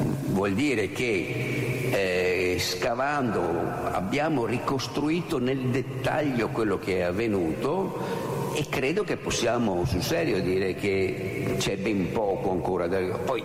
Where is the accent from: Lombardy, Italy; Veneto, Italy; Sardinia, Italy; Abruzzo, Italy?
Veneto, Italy; Mestre; perché da veneziani, o meglio da Mestrini, volevamo toglierci delle soddisfazioni